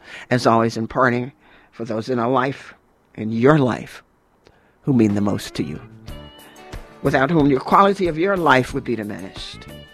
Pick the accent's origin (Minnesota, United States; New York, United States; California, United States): New York, United States; I'm from New York